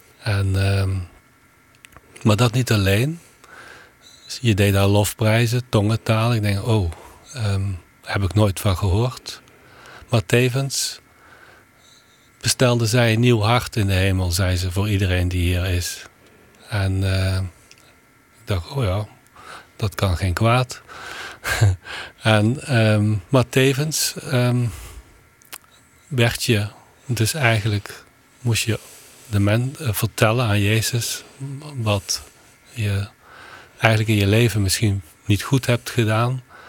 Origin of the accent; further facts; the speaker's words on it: Landgraaf, Limburg, Netherlands; also born or lived in Amsterdam; ik kom uit Landgraaf. Dat ligt in de buurt van Heerlen, Kerkrade. En het is anderhalf uurtje rijden ongeveer.